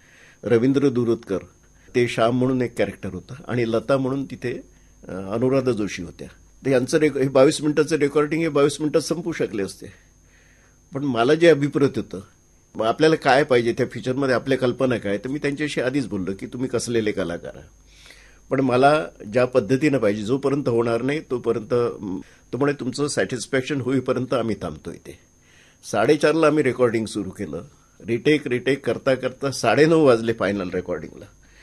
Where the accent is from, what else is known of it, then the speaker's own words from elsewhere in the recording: Pandhurna, Madhya Pradesh, India; moved away; माझं गाव पांढुर्णा असल्यामुळे